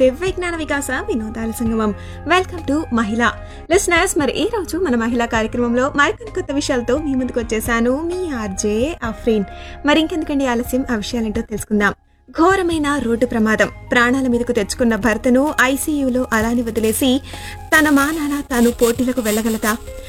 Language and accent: Telugu; Pedda Krishnapuram, Andhra Pradesh, India; నేను కూడా అదే శ్రీకాకుళం జిల్లా ఆముదాల వలస మండలం నుంచి వచ్చాను. ఆమెనే స్ఫూర్తిగా తీసుకున్నాను. మా ఊరు పెద్ద కృష్ణాపురం.